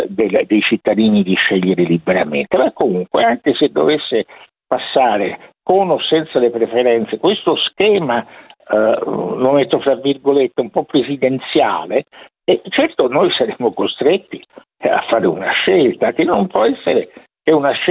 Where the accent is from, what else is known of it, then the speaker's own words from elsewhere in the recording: Rome, Lazio, Italy; Oddio, romano non è un... io sono romano, non è un termine dispregiativo